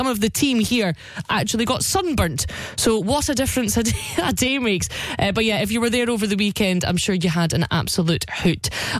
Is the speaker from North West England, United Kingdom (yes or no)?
no; Scotland, United Kingdom; But it doesn't stop us Scots having fun.